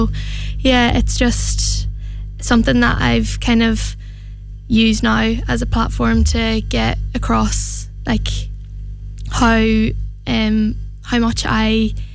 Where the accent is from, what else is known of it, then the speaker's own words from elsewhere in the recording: Dunloe, County Donegal, Ireland; So being from Dunloe, I was the Dunloe Mary last year, and being from Dunloe and growing up in the Dunloe community